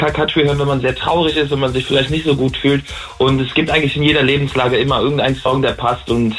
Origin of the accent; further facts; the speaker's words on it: Rhineland-Palatinate, Germany; ich bin 28, ich komme aus der Nähe von Koblenz.